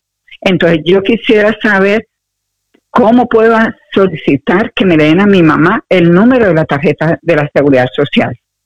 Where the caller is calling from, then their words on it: Madrid, Community of Madrid, Spain; de Madrid.